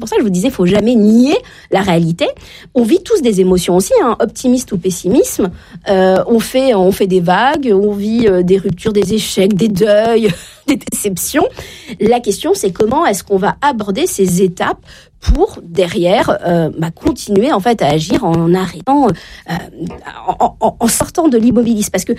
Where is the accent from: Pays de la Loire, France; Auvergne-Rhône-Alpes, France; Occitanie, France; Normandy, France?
Normandy, France; Moi, je viens de la Normandie.